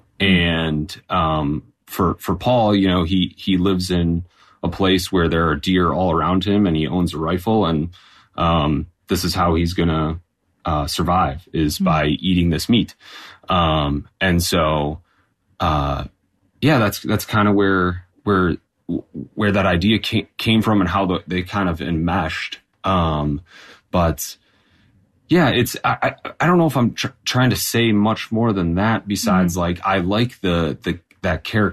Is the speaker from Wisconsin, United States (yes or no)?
yes; Wisconsin, United States; You know, as I mentioned, I'm from Wisconsin, and so as many Wisconsinites are, I am a hunter and a deer hunter